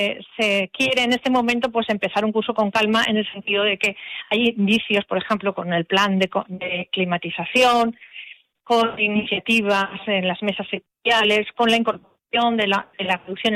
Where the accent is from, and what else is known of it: Spain